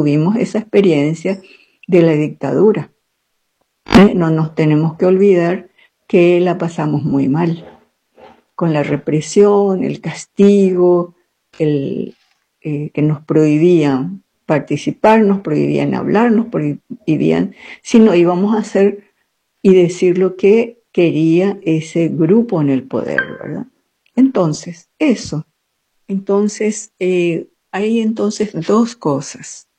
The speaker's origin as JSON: {"language": "Spanish", "country": "Paraguay", "said": "el otro elemento muy importante como paraguayos que tenemos no es solamente el miedo y la desconfianza, sino también las dos lenguas que tenemos. Somos bilingües, ¿verdad? Somos un país bilingüe"}